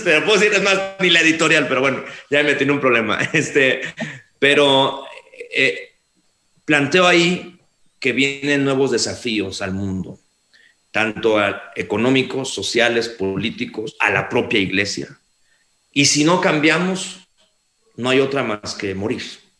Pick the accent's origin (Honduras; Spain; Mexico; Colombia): Mexico; Soy mexicano, amo mi país